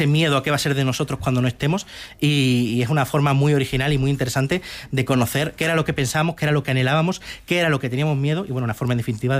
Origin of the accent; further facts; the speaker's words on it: Andalusia, Spain; Pero yo soy andaluz, llevo muchos años investigando el folclore de Andalucía